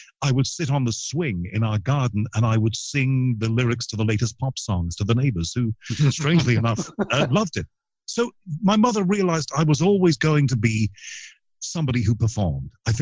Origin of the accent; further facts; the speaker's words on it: Liverpool, North West England, United Kingdom; accent: Liverpool; In fact, I have to affect a Liverpool accent, whereas it was my Liverpool accent.